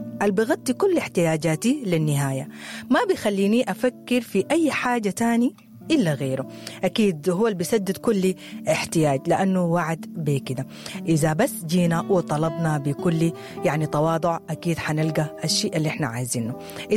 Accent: Sudan; معروف بها السودان أو كسودانيين الكرم، إننا بنكرم الضيف

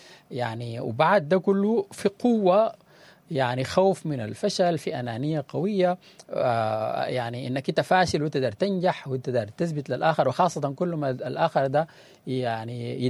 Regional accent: Sudan; احنا كسودانيين. يعني احنا ناس متدينين

